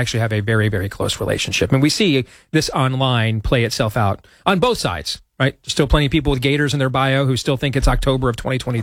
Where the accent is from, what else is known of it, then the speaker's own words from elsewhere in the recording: Iowa, United States; here in my home state of Iowa.